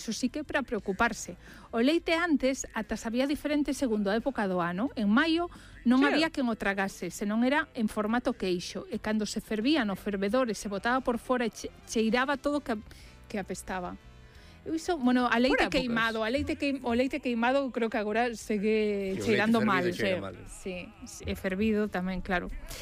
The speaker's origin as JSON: {"language": "Galician", "town": "Gondomar", "region": "Galicia", "country": "Spain"}